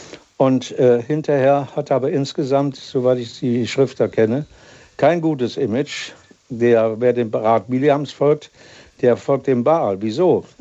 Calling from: Lower Saxony, Germany; Ich rufe aus Südfriesland an, also etwas im Norden.

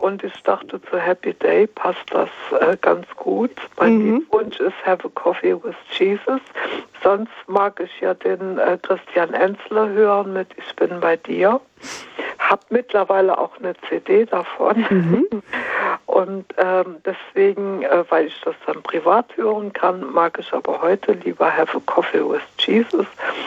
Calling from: Klausen, Rhineland-Palatinate, Germany; Ich rufe aus Klausen an.

